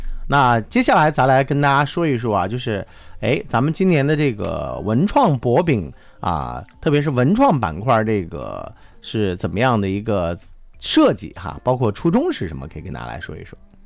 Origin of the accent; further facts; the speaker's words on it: Henan, China; moved away; 我从这边回到我的老家河南